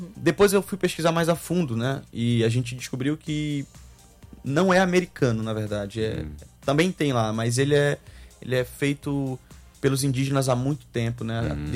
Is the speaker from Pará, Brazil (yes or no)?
yes; Belém, Pará, Brazil; eu sou de Belém.